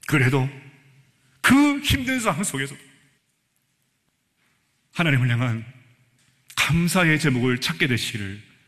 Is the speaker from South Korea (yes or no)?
yes; South Korea; 우리 한국 사람들